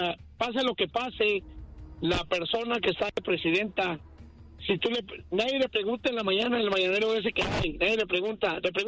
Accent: Mexico; moved away; como ciudadano mexicano que he ido a México y que me ha vivido, yo nací en México, viví en México, mi niñez la viví en México

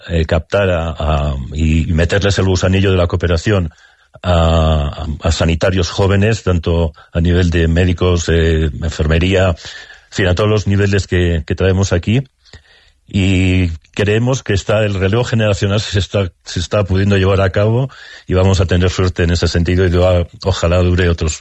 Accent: Basque Country, Spain; somos gente de Irún, de Fuenterrabía, de Guipúzcoa en general.

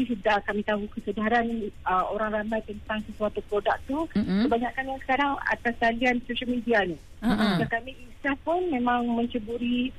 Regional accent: Kedah, Malaysia; Saya ni orang Kedah sebenarnya.

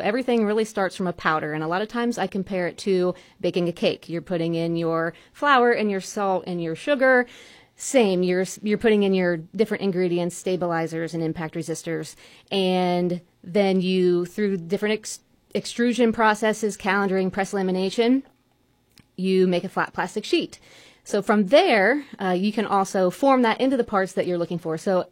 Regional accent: Newcomerstown, Ohio, United States; So I'm from Newcomers Town. I grew up there, and that facility is there as well.

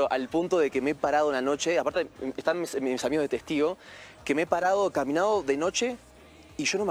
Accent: Uruguay; now in Mexico; soy uruguayo. Me mudé a México hace 10 años. El acento no se me va, o sea, no puedo cambiarlo, no sé por qué no se me va.

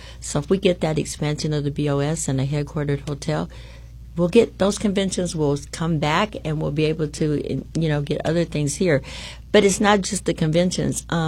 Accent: Springfield, Illinois, United States; I'm born and raised in Springfield, lived here my whole life. I remember what downtown Springfield was.

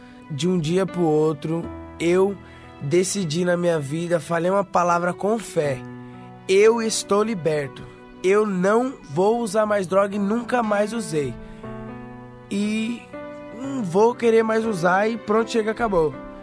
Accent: São Bernardo do Campo, São Paulo, Brazil; sou de São Bernardo do Campo.

